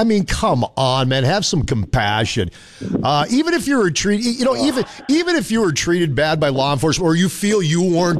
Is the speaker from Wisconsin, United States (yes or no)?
no; Hibbing, Minnesota, United States; moved away as an adult; also born or lived in Bemidji, Minnesota; my hometown of Hibbing